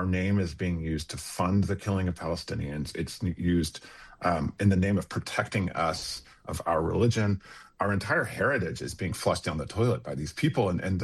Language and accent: English; United States; we were given as American Jews